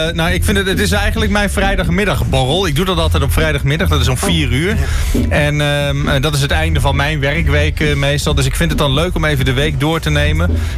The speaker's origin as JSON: {"language": "Dutch", "town": "Doetinchem", "region": "Gelderland", "country": "Netherlands", "tie": "born or raised there", "said": "Ik kom ook uit Doetinchem. Dus ik ben ook sinds mijn jeugd altijd naar Merlijn bijvoorbeeld geweest."}